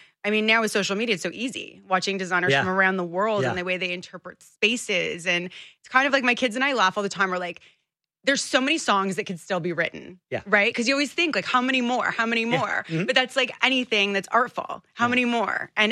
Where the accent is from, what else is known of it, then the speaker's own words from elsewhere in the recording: Toronto, Ontario, Canada; now in Costa Rica; Growing up in Toronto, our weather is so extreme.